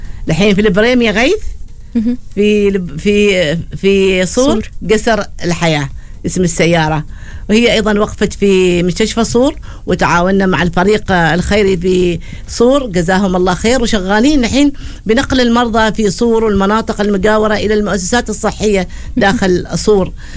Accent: Oman; قليل عندنا في عمان

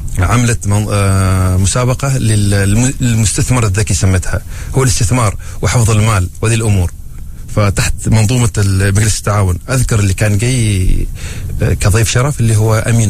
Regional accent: Oman; عندنا في عمان

